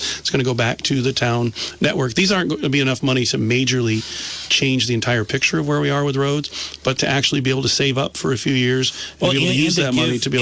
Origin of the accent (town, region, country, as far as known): Brandon, Vermont, United States; born or raised there; also born or lived in Rutland, Vermont